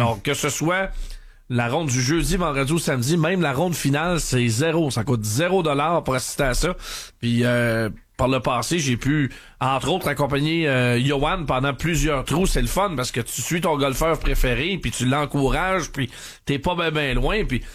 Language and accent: French; Victoriaville, Quebec, Canada; M'aller faire un petit tour dans mon patelin à Victo